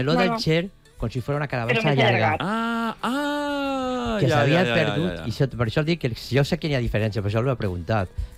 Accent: Meliana, Valencian Community, Spain; Jo he provat, jo soc de Meliana

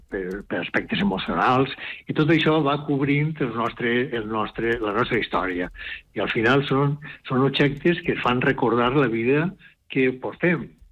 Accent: Burjassot, Valencian Community, Spain; soc de Burjassot, poble de l'Hort de Nord. Entonces, pues, jo ja de xiquet, jo era el fill del pintor i net del pintor

